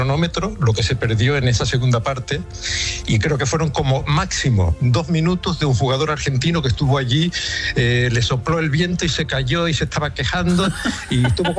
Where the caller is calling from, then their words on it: Garafía, Canary Islands, Spain; te llamo de Madrid, de, concretamente desde Cercedilla, aunque soy de Garafía, la isla de La Palma.